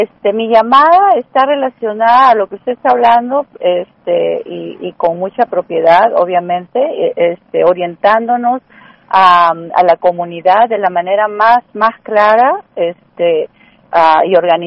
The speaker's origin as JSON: {"language": "Spanish", "country": "Peru", "said": "Sí, doctor, yo soy peruana, usted sabe y me conoce, en algún momento estuvimos conversando, yo soy psicóloga peruana."}